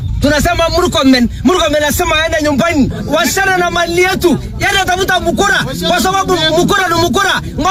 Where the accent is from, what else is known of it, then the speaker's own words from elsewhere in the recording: Kenya; kwa sababu sisi ni wa Kenya